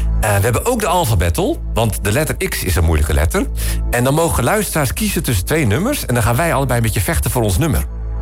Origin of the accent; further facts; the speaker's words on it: Netherlands; born there; Maar ik ben in Nederland geboren.